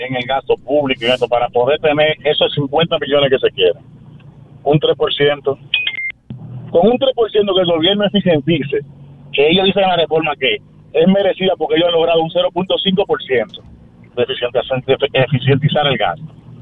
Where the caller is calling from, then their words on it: Dominican Republic; como ciudadano dominicano